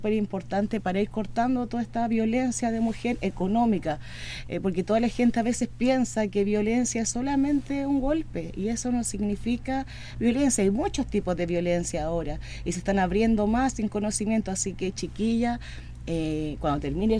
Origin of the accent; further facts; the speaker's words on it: Riñihue, Los Ríos, Chile; Yo que vengo de Riñigüe